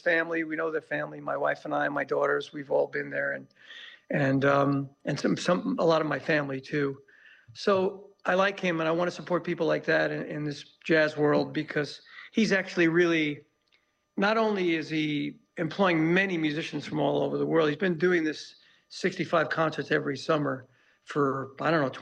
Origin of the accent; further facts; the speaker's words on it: New York, United States; moved away; I moved back to New York in 96 from New York. I'm from Brooklyn.